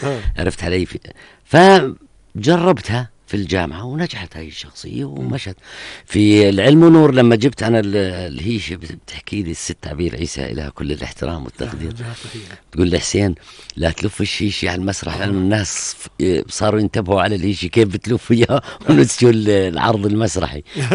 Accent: Jordan; accent: Jordanian; انا ما بحكي هاي لهجتي الاردنيه البسيطه

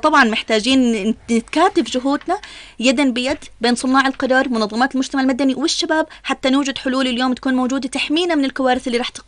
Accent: Jordan; اللي حتى رح تواجهنا احنا كمجتمع اردني بالمناسبة

